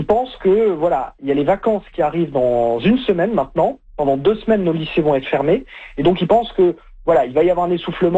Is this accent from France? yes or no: yes; France; chez nous, en France